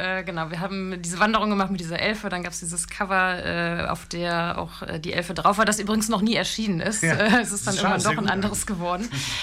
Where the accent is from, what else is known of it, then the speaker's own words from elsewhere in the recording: Krefeld, North Rhine-Westphalia, Germany; Ja, aber wir sind alle drei gebürtige Krefelder. Also unsere unser Gründungsmitglied, die Solvik, die früher Bass gespielt hat, ist gebürtige Krefelderin. Auch jetzt der Masi, der jetzt Bass spielt, ist auch aus Krefeld, wohnt mittlerweile in Düsseldorf. Aber ja, wir sind alle Krefelder Urgesteine.